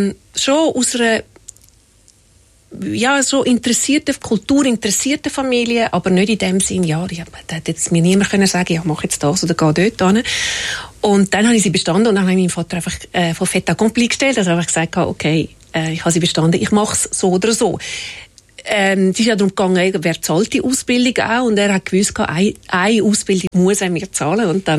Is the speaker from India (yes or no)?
no; Horgen, Zurich, Switzerland; Ich bin in Horgen aufgewachsen.